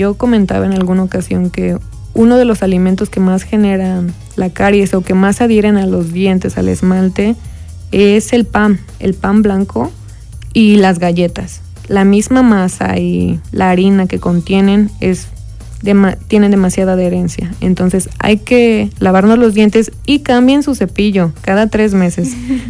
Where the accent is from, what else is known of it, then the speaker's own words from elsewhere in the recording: Acatlán de Osorio, Puebla, Mexico; yo soy originaria de Acatlán de Osorio y hay veces que aquí de repente me sale una que otra consulta, ¿no?